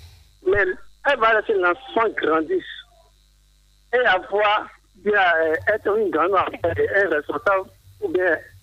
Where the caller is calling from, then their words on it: Abomey-Calavi, Atlantique, Benin; Je vous appelle actuellement de Calavi, Zondja.